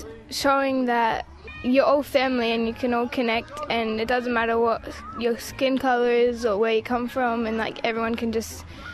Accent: Wiradjuri country, Australia; I'm Indigenous, I'm from Wiradjuri Mob

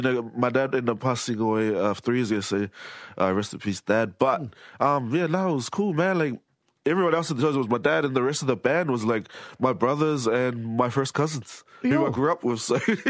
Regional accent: Logan, Queensland, Australia; also born or lived in New Zealand; I was born in New Zealand, though. So I acknowledge New Zealand, and then I grew up in Australia, so proud of my roots in Logan. Shout out to Logan.

